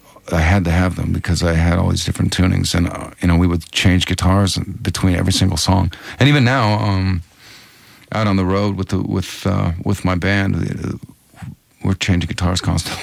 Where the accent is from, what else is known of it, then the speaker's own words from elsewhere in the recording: Seattle, Washington, United States; You know, I grew up in Seattle, and every guitar player wanted to be